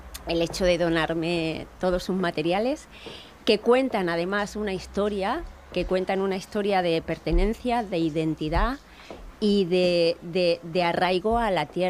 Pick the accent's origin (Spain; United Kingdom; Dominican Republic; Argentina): Spain; Extremadura; quería hacer algo relacionado con mi tierra. Y qué mejor que irme a mi tierra, repensarla un poco y decir... ¿Qué es lo más característico de la Vera? El pimentón